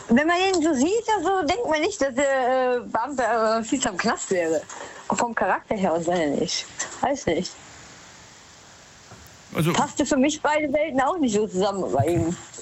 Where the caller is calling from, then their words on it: Rhineland-Palatinate, Germany; Hi, aus Westerwald.